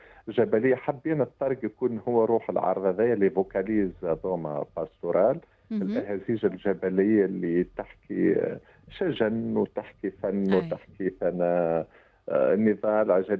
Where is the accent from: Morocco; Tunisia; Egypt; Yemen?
Tunisia; Sbeitla, Kasserine Governorate; سبيت لمدينتي